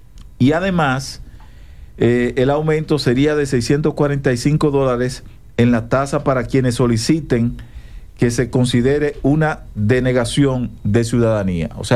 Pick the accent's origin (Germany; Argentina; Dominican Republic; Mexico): Dominican Republic; los dominicanos tenemos que dejar las divisiones ideológicas cuando estemos en el exterior.